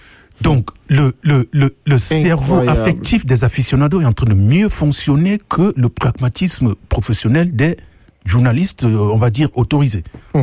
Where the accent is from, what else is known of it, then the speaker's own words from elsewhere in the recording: Cameroon; Moi, je suis Camerounais